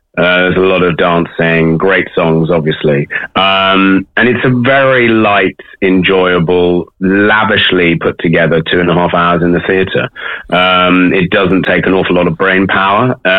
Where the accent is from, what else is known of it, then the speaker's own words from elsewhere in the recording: Sheffield, Yorkshire and the Humber, United Kingdom; born there; I'm talking to you at the moment from Leeds, which is not so far away from where I was born in Sheffield. It's always nice to be in Yorkshire.